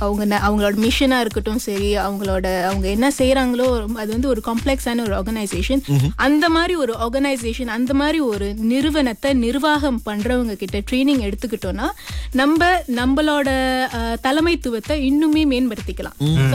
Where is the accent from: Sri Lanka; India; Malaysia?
Malaysia; நான் ஒரு Malaysian and I am the only Asian